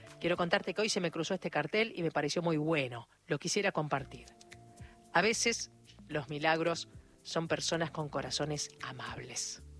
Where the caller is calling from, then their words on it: Ibarlucea, Santa Fe, Argentina; de Ibarlucea, Santa Fe.